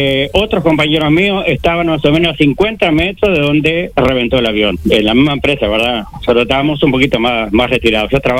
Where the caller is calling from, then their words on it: Río Branco, Cerro Largo, Uruguay; soy de Río Branco.